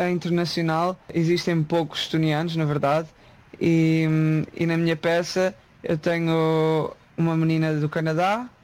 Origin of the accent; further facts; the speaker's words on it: Leiria, Portugal; moved away as an adult; Eu tinha 18 anos quando saí de Portugal.